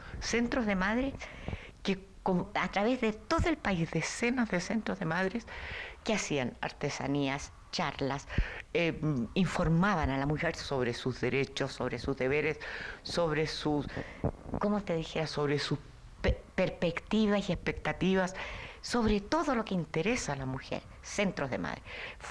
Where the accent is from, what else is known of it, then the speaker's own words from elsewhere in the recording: Chile; moved away as an adult; now in Mexico; Y soy chilena y vivo en México. Nosotros elegimos México para venirnos a vivir después de haber vuelto a Chile del exilio. Salimos de Chile porque estábamos perseguidos por Pinochet, desde luego, por la dictadura.